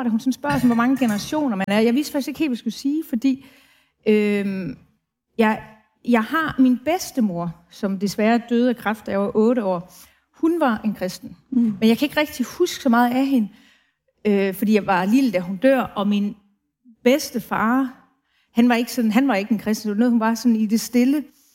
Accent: Brønderslev, North Denmark Region, Denmark; Jeg er oprindeligt fra den nordligste del af Jylland. Ude på landet.

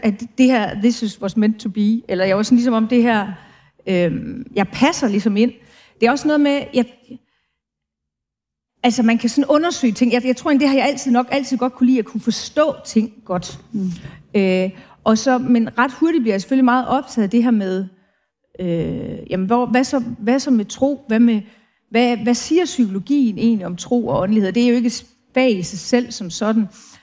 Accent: Brønderslev, North Denmark Region, Denmark

